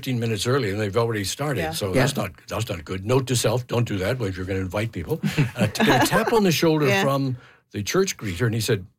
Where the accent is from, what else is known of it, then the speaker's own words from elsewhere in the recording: Winnipeg, Manitoba, Canada; We're from Winnipeg, the city that gave its name to Winnie the Pooh.